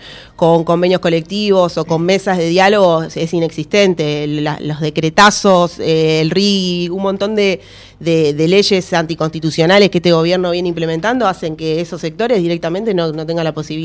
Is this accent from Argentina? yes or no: yes; Argentina; lo que estamos viviendo como argentinos